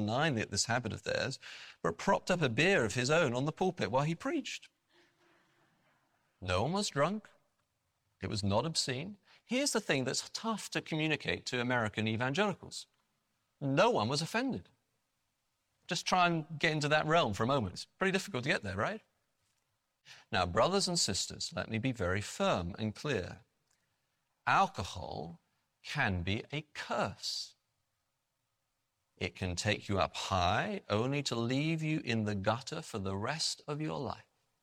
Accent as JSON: {"language": "English", "region": "England", "country": "United Kingdom", "said": "you have to remember that I am an English Baptist. I'm going to tell you this story so you understand where I'm coming from in terms of my culture."}